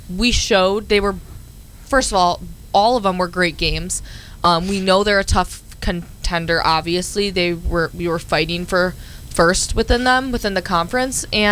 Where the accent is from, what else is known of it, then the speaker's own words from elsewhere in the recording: Buffalo, New York, United States; I'm from Buffalo.